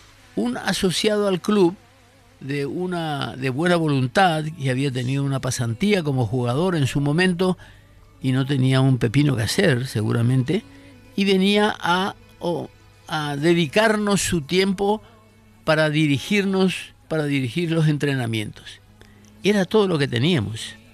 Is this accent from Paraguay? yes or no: yes; Paraguay